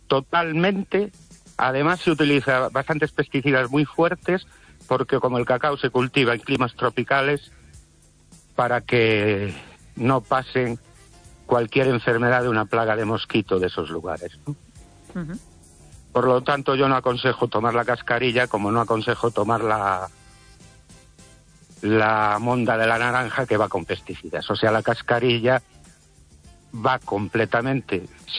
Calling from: Ourense, Galicia, Spain; de Orense.

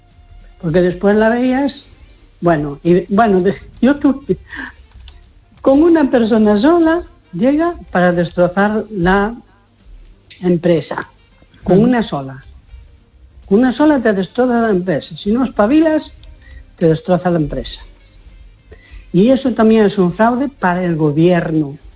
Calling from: A Coruña, Galicia, Spain; de Coruña.

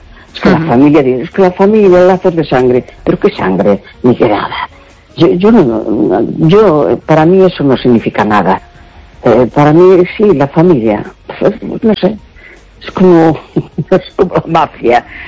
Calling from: A Coruña, Galicia, Spain; Hola, buenas noches … de La Coruña.

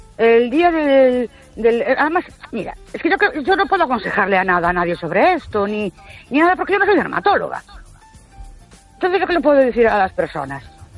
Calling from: Ourense, Galicia, Spain; de Ourense otra vez.

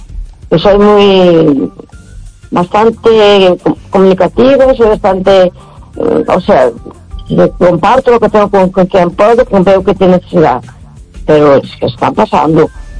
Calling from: A Coruña, Galicia, Spain; de Coruña.

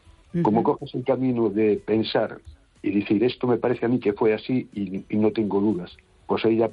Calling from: A Coruña, Galicia, Spain; de Coruña.

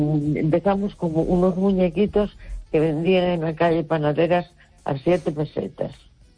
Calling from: A Coruña, Galicia, Spain; de La Coruña.

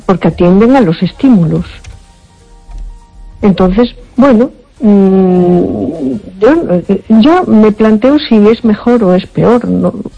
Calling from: A Coruña, Galicia, Spain; de Coruña.

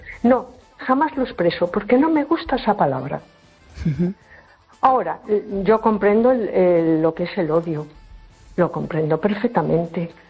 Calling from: A Coruña, Galicia, Spain; de Coruña.

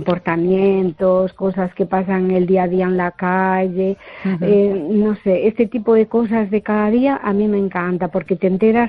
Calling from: A Coruña, Galicia, Spain; Desde La Coruña.

